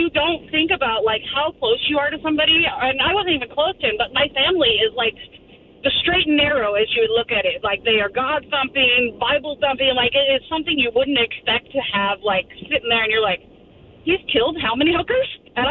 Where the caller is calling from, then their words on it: Pacific Northwest, United States; My family has some strong heritage here in the Pacific Northwest. My uncle by marriage is known as … the Green River Killer.